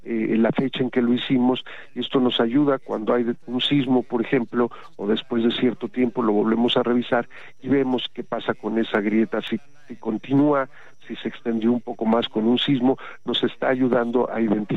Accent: Mexico

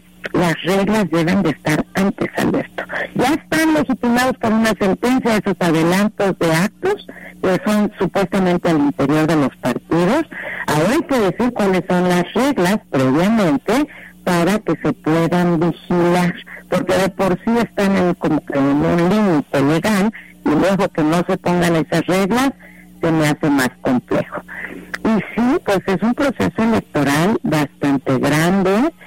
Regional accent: Mexico; Me parece que como mexicanos y mexicanas sí tenemos que estar muy atentos

